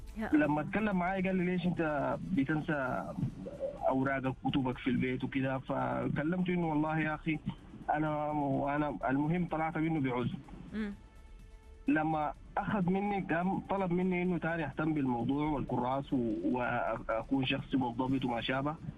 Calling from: Sudan; عندنا مثلا في السودان

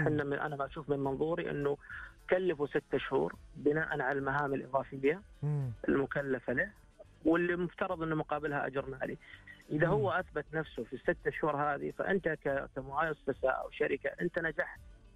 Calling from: Khobar, Eastern Province, Saudi Arabia

